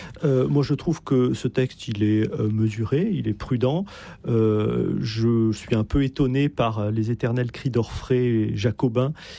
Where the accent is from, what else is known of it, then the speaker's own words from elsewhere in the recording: Corsica, France; Pour ma part, je suis Corse, d'origine corse, très attaché à la Corse